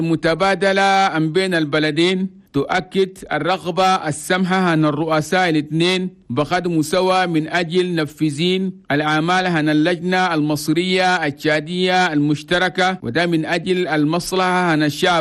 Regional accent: Chad; عندنا يومين جاء وفد مصري كبير لبلدنا تشاد.

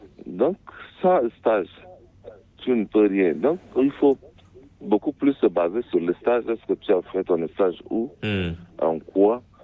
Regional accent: Chad; Mais chez nous, au Tchad, ce système n'existe pas.

